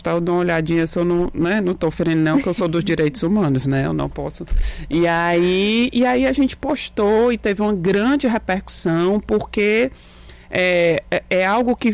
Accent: Fortaleza, Ceará, Brazil; Bom, eu sou da periferia de Fortaleza e a educação salva.

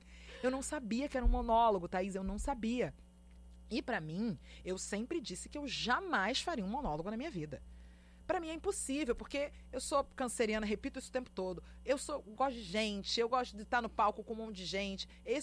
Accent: Rio de Janeiro, Brazil

